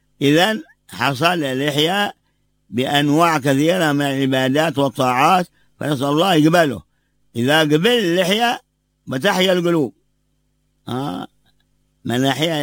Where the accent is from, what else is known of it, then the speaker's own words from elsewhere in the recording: Tarim, Hadramaut, Yemen; المتقدمون عندنا في حضرموت بل في تريم